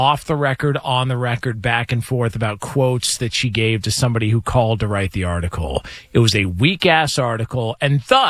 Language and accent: English; California, United States; I grew up in Southern California.